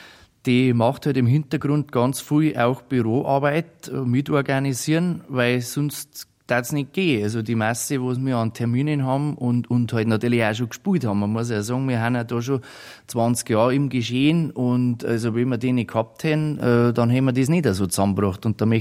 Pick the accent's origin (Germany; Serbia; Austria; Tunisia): Germany; Tegernsee, Bavaria; born there; now in Stürzelham, Germany; Also ich bin geboren in Tegernsee, wohnhaft in Stürzelham, das ist bei Bayern. Wir heuer 40